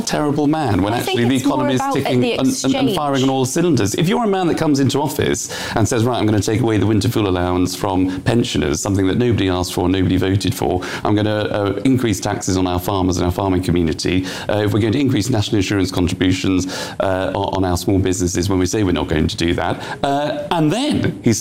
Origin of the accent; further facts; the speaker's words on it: United Kingdom; as British electors